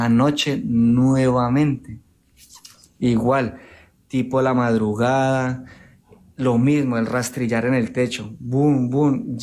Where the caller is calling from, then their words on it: Restrepo, Meta, Colombia; Desde Restrepo